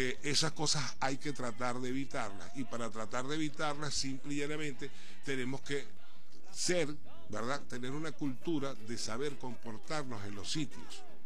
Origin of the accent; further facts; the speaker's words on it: Bolívar, Venezuela; nosotros como venezolanos, como bolivarenses